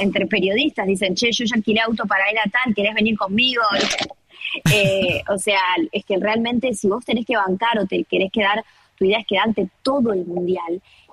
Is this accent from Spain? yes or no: no; Argentina; te pregunta de dónde sos, Argentina